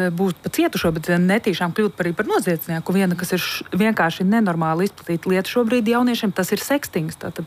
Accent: United Kingdom; tā kā es no Lielbritānijas, tad šobrīd tur ir tūkstošiem bērnu, kas gaida tiesas procesus

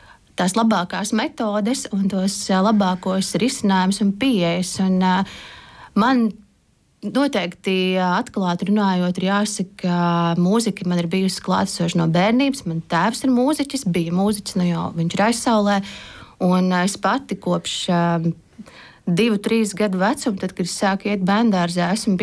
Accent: Courland, Latvia; esmu kurzemniece.

